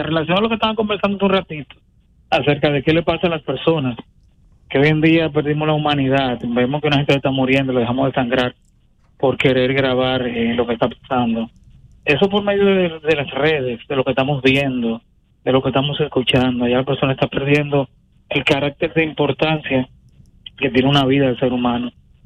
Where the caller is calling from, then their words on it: Santa Cruz de Barahona, Barahona, Dominican Republic; aquí en Barahona, en mi pueblo